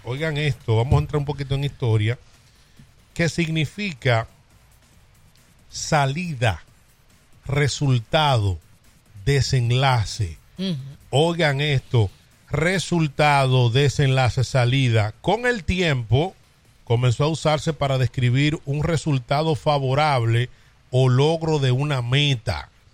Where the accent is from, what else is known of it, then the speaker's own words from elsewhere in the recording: Puerto Rico; Es rocosal de mí, porque estoy hablando como boricua.